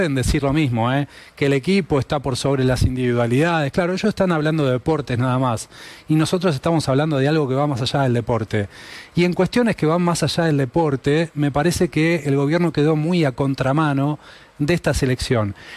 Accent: Argentina; es parte de lo que somos como argentinos.

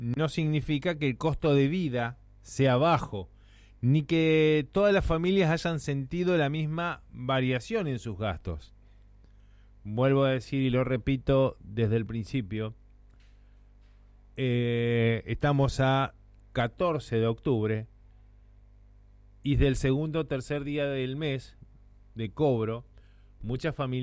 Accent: Tierra del Fuego, Argentina; nuestro derecho como argentinos y sobre todo como fueguinos

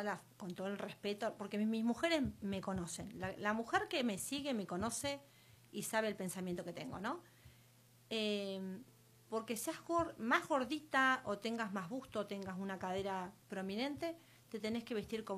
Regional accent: Argentina; now in Tandil, Argentina; Somos argentinas.

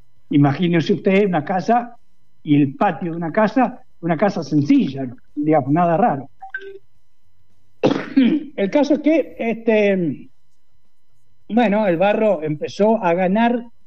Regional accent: San Carlos de Bariloche, Río Negro, Argentina; Yo soy patagónico, barilochense, claro.

